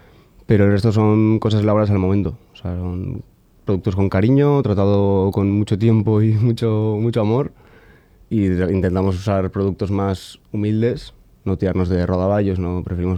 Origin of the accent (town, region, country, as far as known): San Sebastián, Basque Country, Spain; now in Bilbao, Spain